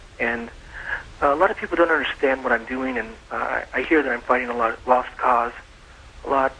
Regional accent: Florida, United States; I'm from Florida.

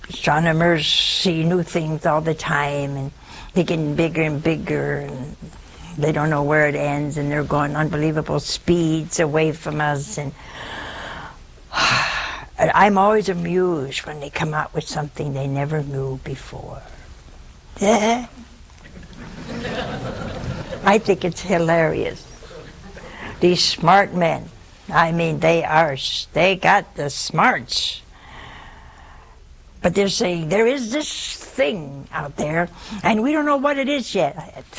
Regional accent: Ohio, United States; moved away as an adult; now in Hansville, United States; we came from Ohio. We've been here almost 40 years.

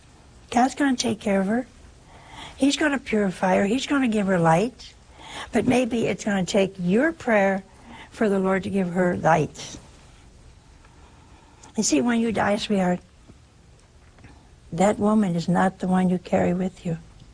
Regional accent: Ohio, United States; Oh, hey, that's my home state.

